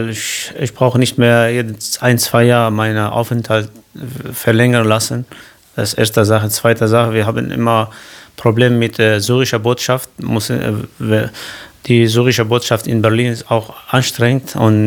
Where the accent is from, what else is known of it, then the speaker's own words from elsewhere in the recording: Syria; German is a second language; moved away as an adult; now in Ludwigsfelde, Germany; ich bin Deutscher geworden. Ja, ich habe Reisepass und alles, aber ich fühle mich jetzt Syrer und Deutscher